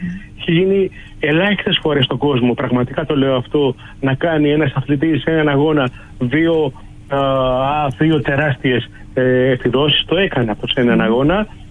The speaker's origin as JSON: {"language": "Greek", "country": "Greece", "said": "δεν το λέμε εμείς έτσι ως Έλληνες."}